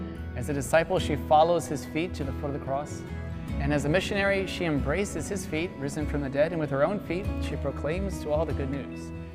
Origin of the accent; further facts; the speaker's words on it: New Jersey, United States; now in San Antonio, United States; I'm originally from New Jersey.